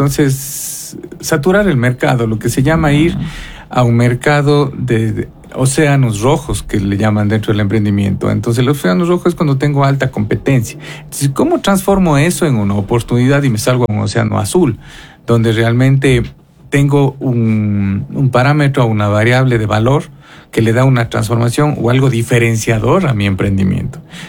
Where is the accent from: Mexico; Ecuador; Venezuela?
Ecuador